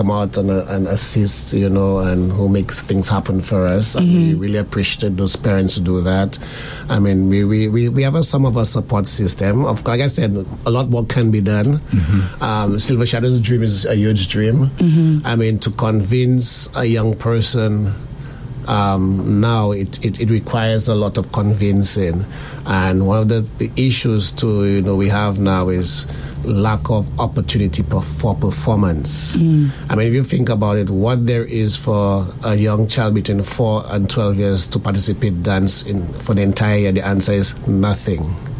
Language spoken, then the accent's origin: English; Castries, St. Lucia; I'm from East Castries, I'm Marshall area, mm-hmm. Bishop's Gap.